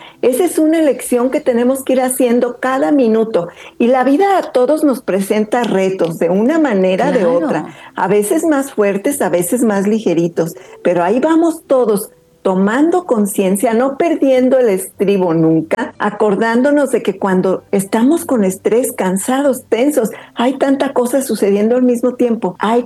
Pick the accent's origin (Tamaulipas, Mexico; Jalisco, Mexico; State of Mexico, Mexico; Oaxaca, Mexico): Jalisco, Mexico; moved away; Creo que eso es muy de mi tierra, de Jalisco